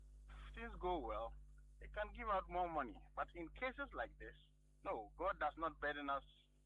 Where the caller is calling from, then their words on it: Accra, Greater Accra, Ghana; I'm calling from Accra.